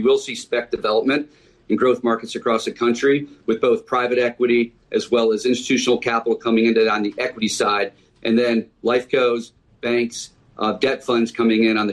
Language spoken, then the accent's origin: English; Detroit, Michigan, United States; I'm from Detroit, Michigan, so I can pick on Detroit.